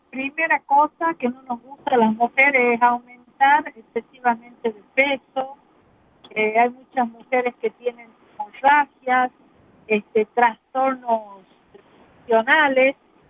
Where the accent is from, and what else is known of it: Argentina